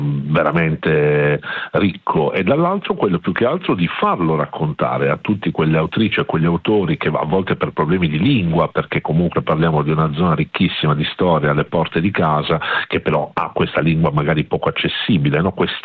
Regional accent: Bari, Apulia, Italy; sono barese

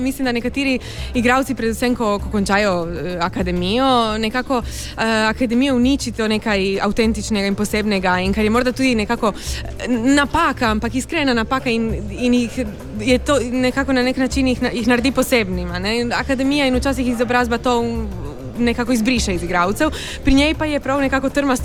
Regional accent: Trieste, Friuli-Venezia Giulia, Italy

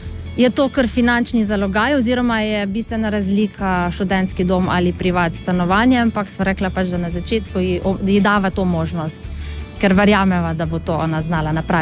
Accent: Šentjur, Savinja, Slovenia; Ja, mi smo iz Šentjurja pri Celju, tako da v Šentjurju smo naložili avto, ja, in potem se pripeljali v Ljubljano.

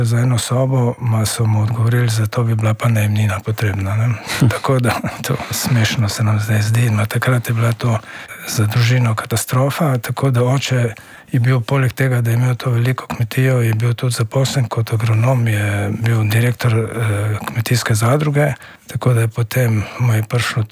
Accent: Hrastnik, Central Sava, Slovenia; moved away; no tako da smo mi iz Hrastnika potem se pobrali leta 1964.

